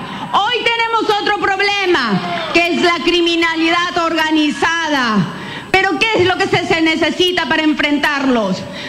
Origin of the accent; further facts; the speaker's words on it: Peru; acá todos somos peruanos